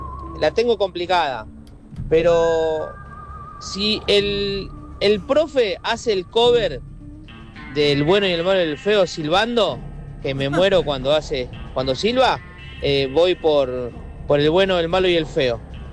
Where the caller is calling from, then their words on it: Spegazzini, Buenos Aires Province, Argentina; de Spegazzini